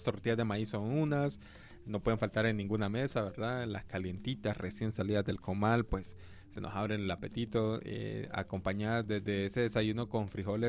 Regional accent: Honduras; Claro, y bueno, como hondureños, entonces, ¿cuáles podríamos decir que esas son esas esos platos en esas regiones del país?

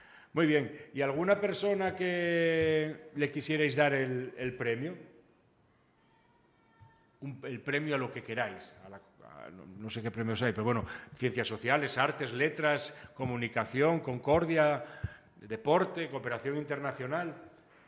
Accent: Asturias, Spain; la verdad que somos un poco abusones los asturianos

